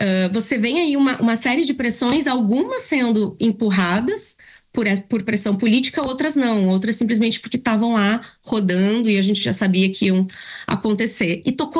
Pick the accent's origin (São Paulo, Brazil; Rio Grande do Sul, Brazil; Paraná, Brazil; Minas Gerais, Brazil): Rio Grande do Sul, Brazil; lá na minha região, no Rio Grande do Sul